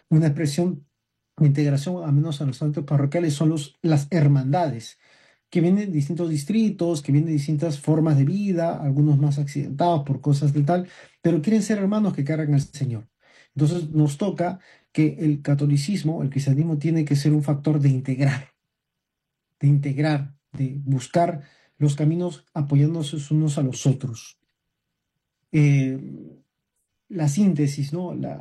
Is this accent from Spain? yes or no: no; Peru; como peruanos hijos de Dios